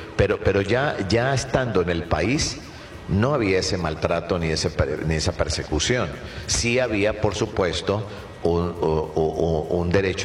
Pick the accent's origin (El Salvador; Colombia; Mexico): Colombia; now in Venezuela; tantos colombianos, okay, yo soy también colombiano, de padres colombianos, se vinieron hacia, o nos hemos venido hacia Venezuela